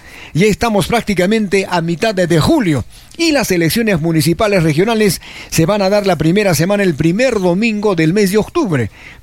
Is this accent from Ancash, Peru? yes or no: no; Arequipa, Peru